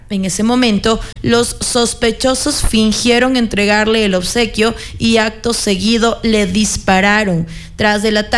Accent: Ecuador

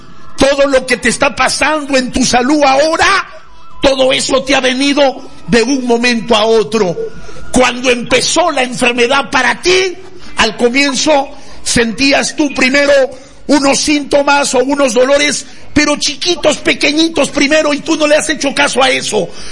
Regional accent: Mexico; now in Peru; dime que soy un mexicano mentiroso, un charlatán, un fanfarrón

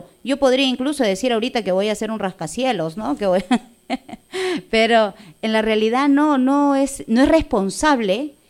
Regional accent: Punta Hermosa, Lima, Peru; han descubierto de que efectivamente nosotros somos de Punta Hermosa.

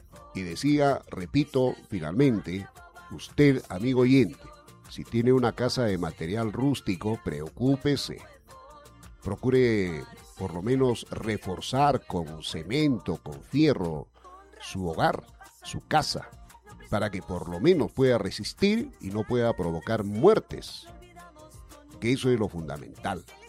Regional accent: Huancayo, Junín, Peru; Y así somos los peruanos, ¿no? Así somos los huancaínos, los que vivimos en esta ciudad.

